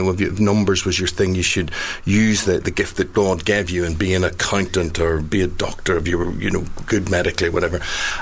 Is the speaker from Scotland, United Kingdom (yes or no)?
no; Northern Ireland, United Kingdom; I grew up in the Troubles in Northern Ireland